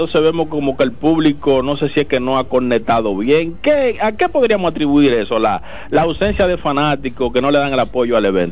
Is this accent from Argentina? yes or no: no; Dominican Republic; uno, como dominicano